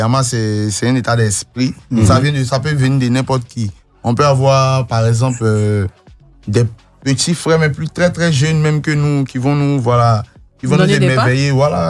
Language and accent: French; Abidjan, Côte d’Ivoire; Moi, je suis né, grandi à Yopougon.